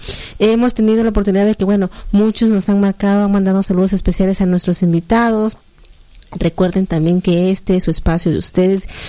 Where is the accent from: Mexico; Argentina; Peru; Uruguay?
Mexico; como buenos mexicanos estamos pendientes de todo lo que acontece